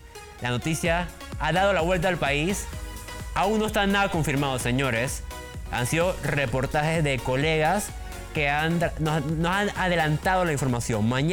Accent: Panama

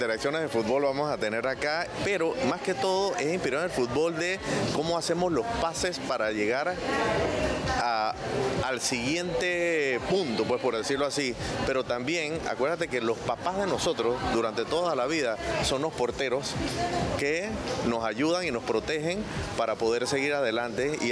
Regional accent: Panama

